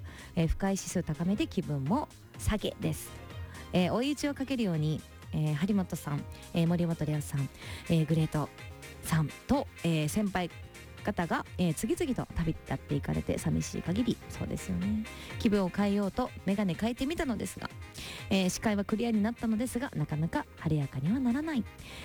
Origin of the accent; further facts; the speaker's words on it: Hyuga, Miyazaki, Japan; moved away; 私の地元宮崎県日向市にてライブやらせていただきます。